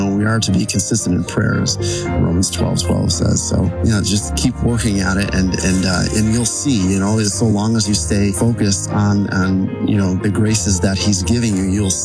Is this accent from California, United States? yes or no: no; Orchard Park, New York, United States; I'm from Orchard Park, New York.